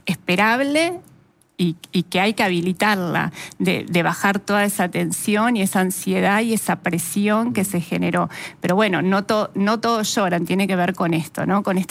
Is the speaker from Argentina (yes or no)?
yes; Argentina; Somos intensos, nos gusta el fútbol, nos gusta vivirlo así.